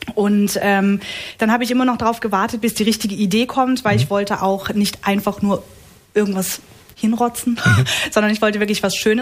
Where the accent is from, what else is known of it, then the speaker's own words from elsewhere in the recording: Karlsruhe, Baden-Württemberg, Germany; born there; now in Nagold, Germany; Also ich bin gebürtige Badnerin, aber meine Mama, die kam ursprünglich von der Albra. Und von daher fließt in mir auch schwäbisches Blut